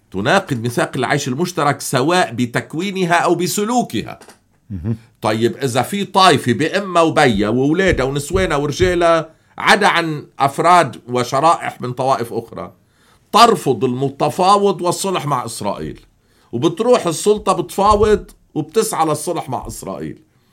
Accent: Lebanon; عندنا بلبنان موجودة،

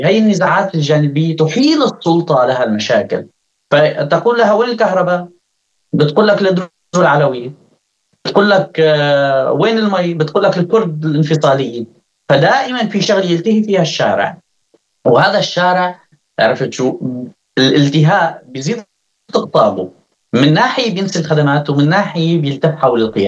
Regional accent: As-Suwayda Governorate, Syria; أنا من السويد وشهادتي مجروحة

